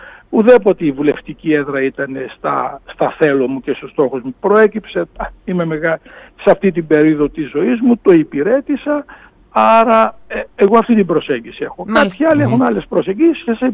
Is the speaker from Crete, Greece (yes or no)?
no; Drama, Eastern Macedonia and Thrace, Greece; Κατάγομαι από τη Δράμα, είναι κάτι εξοχή συντηρητικό νομό, όπου δεξιά και ακροδεξιά έχουν περίπου του 60%, πάνω από 50% δηλαδή.